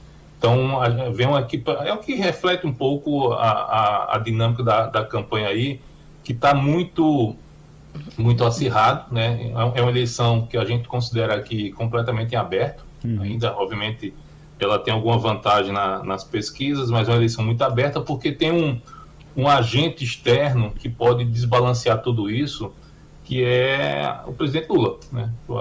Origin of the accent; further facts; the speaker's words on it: Arcoverde, Pernambuco, Brazil; now in São Paulo, Brazil; Sou pernambucano de Arco Verde.